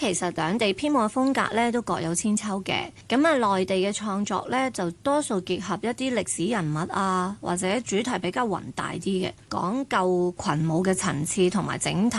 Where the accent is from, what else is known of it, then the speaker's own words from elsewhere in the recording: China; 咁其實我哋係中國人嘅藝術工作者啦，其實我哋都有責任將傳統文化元素透過舞蹈去傳承同埋推廣出去咯。